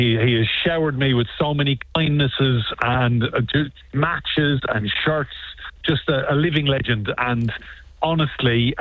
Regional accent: Ireland; I'm not even English. I'm Irish.

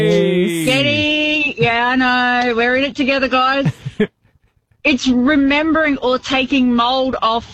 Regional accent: Tully, Queensland, Australia; now in Townsville, Australia; I grew up in Tully

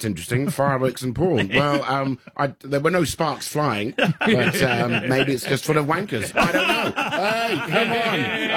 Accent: London, United Kingdom; I come from London, and my palate, I think, is quite sophisticated.

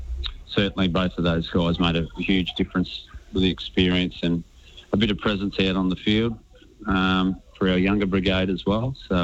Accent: Yarrawonga, Victoria, Australia; moved away as an adult; also born or lived in Heidelberg / Darwin; I grew up in Yarrawonga, but I went to Heidelberg to play.

